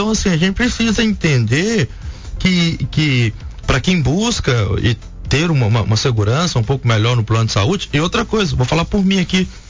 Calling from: Coronel Fabriciano, Minas Gerais, Brazil; eu estou falando de Coronel Fabriciano, que é uma cidade de 100 a 110 mil habitantes.

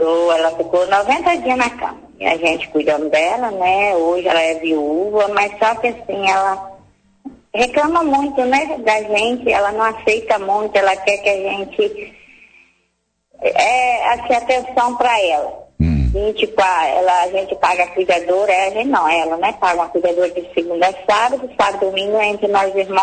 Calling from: Fundão, Espírito Santo, Brazil; Eu falo de Fundão, Espírito Santo

